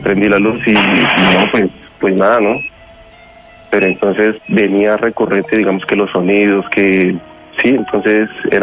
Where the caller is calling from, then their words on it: Bogotá, Colombia; De aquí, Bogotá.